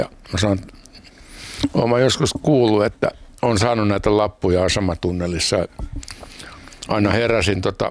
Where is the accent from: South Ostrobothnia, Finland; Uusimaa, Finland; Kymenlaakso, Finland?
Uusimaa, Finland; Helsinki; born there; Joo, mä oon syntynyt Helsingissä.